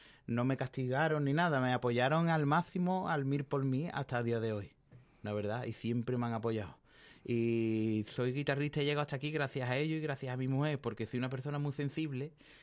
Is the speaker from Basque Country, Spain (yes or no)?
no; Jerez de la Frontera, Andalusia, Spain